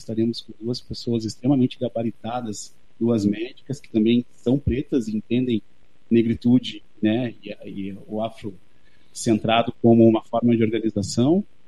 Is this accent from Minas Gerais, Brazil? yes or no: no; Rio Grande do Sul, Brazil; nós somos aqui do Sul